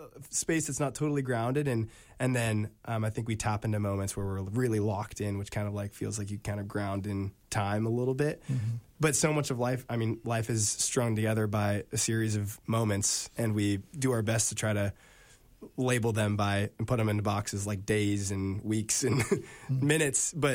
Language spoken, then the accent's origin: English; the Bay Area, California, United States; I'm from the Bay Area.